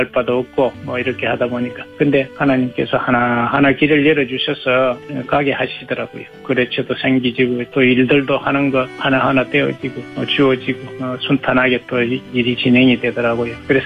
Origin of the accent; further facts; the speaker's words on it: Changseon, South Gyeongsang, South Korea; moved away as an adult; now in Gyeonggi, South Korea; 경남 남해하고도 창선이라는 데가 있어요. 그곳에서 이제 어렸을 때 자랐고요. 가난하게 시골에서 자랐는지요.